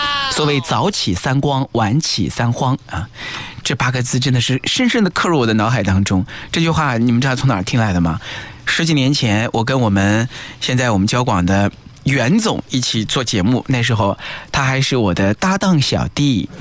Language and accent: Chinese; Hefei, Anhui, China; now in Nanjing, China; 我们老家就是合肥南站那个地方